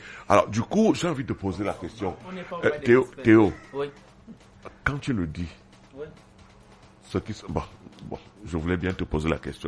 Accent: Cameroon; en tant que Camerounais

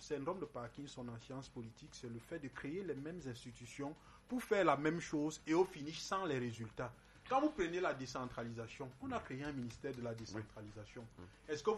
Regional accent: Cameroon

